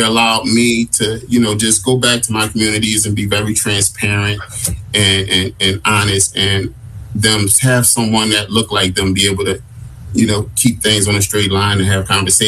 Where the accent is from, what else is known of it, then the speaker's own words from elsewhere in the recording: Philadelphia, Pennsylvania, United States; coming from the neighborhoods that I come from, you know, I'm from North Philadelphia